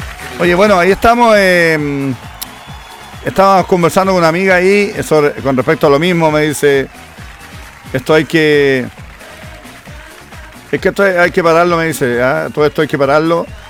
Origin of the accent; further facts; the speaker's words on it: Chile; Pero como el chileno, aunque no sea en la pista, nosotros nos frenamos igual